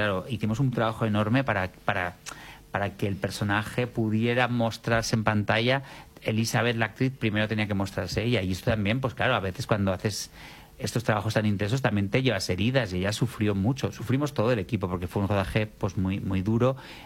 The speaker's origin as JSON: {"language": "Spanish", "town": "Pamplona", "region": "Navarre", "country": "Spain", "tie": "born or raised there", "moved": "yes", "lives_now": "Madrid, Spain", "said": "yo soy un chico de Pamplona que iba al colegio y le hacían bullying porque era homosexual y que de alguna manera tuvo que dejar la ciudad para venir a Madrid a encontrarse."}